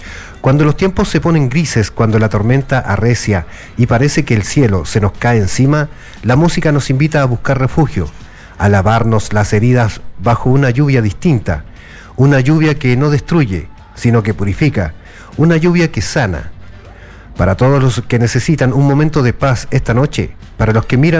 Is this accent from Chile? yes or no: yes; Chile; Como chilenos, los miramos a los ojos